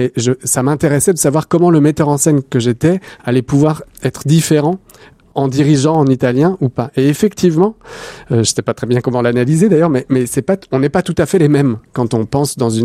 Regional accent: Paris, Île-de-France, France; born there; avec mes grands-parents, je parlais en italien. J'ai vécu à Paris, mais mes parents ont souhaité que j'apprenne à lire et à écrire en italien, et donc m'ont mis à l'école italienne de Paris à l'époque.

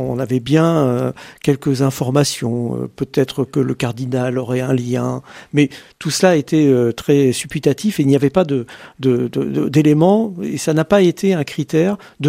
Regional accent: Pays de la Loire, France; born there; Alors moi, de naissance, je suis angevin.

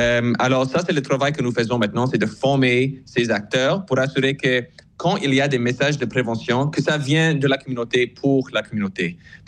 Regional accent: Canada; French is a second language; Je suis un Canadien qui arrive au Congo. J'ai travaillé depuis un certain temps.

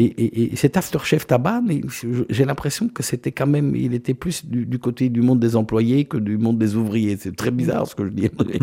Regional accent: Marloie, Wallonia, Belgium; je suis originaire de Marlois. Voilà. J'ai vécu toute mon enfance à Marlois. Province du Luxembourg, merveilleuse terre de vacances

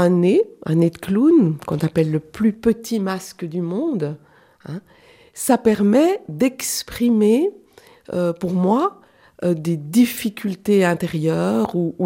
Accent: Switzerland; moved away as an adult; now in Belgium; Je suis suissesse d'origine.

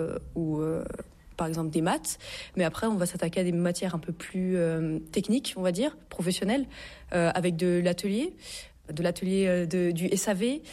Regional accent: Besançon, Bourgogne-Franche-Comté, France; moi, je suis originaire de Besançon.

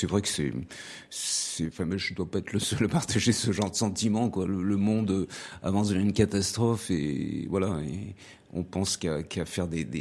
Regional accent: Grenoble, Auvergne-Rhône-Alpes, France; je suis grenoblois et j'ai jamais quitté Grenoble. Donc j'ai toujours travaillé à Grenoble. Je suis originaire de Savoie par mes parents, mais voilà, je n'ai jamais quitté Grenoble. J'y suis né et peut-être je vais mourir.

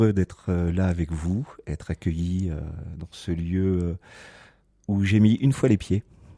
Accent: Île-de-France, France; D'où je viens ? De la région parisienne. Voilà, dans la proche banlieue de Paris, dans le 94.

